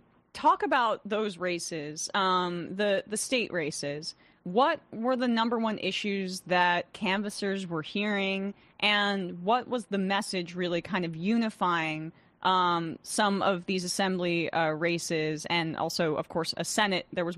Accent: New York City, New York, United States; as a New Yorker myself.

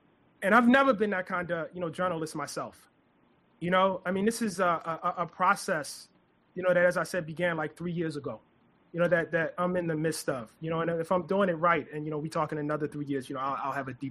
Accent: Baltimore, Maryland, United States; accent: Baltimore; my Baltimore accent

